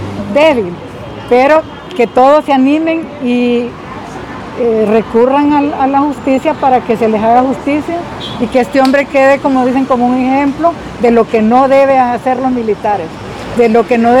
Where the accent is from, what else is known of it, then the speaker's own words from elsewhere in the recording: El Progreso, Yoro, Honduras; en mi pueblo, en Progreso